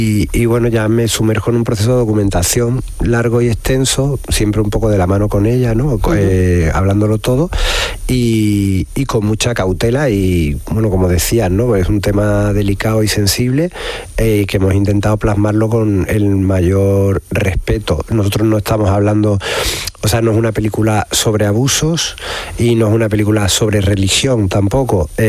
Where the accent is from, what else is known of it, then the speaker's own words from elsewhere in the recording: Seville, Andalusia, Spain; born there; moved away as an adult; also born or lived in Rota, Cádiz; now in Madrid, Spain; Yo soy de Sevilla, nacido en Triana, vivo gran parte del año en Madrid por cuestiones de trabajo, porque también doy clases allí y todo eso, pero vengo mucho a Sevilla y también, digamos, que paso gran parte del año, sobre todo evitando el verano, en Rota, en Cádiz